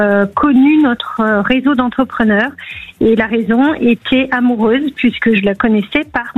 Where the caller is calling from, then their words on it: Île-de-France, France; Je suis proche de Paris